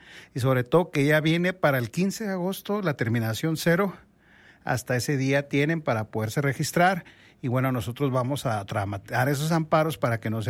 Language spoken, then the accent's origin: Spanish; Mexico; queremos miles de mexicanos que nuestros datos no sean exhibidos ni sean dados al régimen